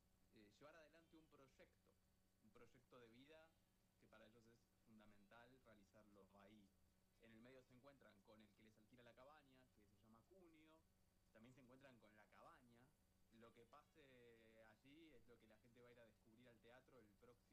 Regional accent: Argentina; como argentinos lo hemos disfrutado mucho

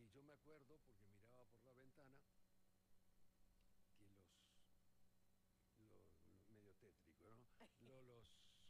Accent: Neuquén, Argentina; Y ahí crecí yo, en Colonia Valentina, cuando era rural.

